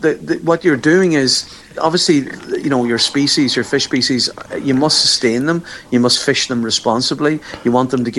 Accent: Ulster, Ireland; I'm from the Inishowen Peninsula, you know, and we're surrounded by water

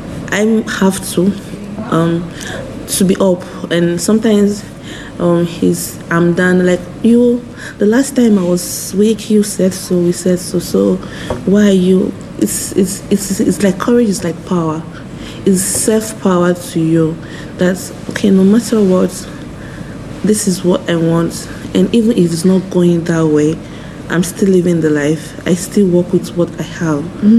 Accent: Nigeria; moved away as an adult; now in Ireland; The way we grew up in Nigeria

